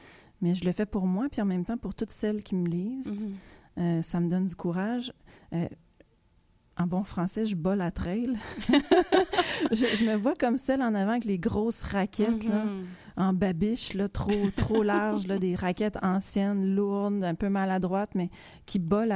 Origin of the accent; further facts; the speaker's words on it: Montreal, Quebec, Canada; born there; je suis née à Montréal